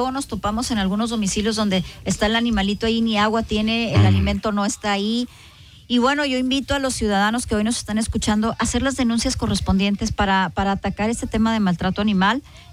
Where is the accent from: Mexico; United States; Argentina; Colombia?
Mexico; Monterrey, Nuevo León; soy regia y quiero... Regios para regios, soy de Monterrey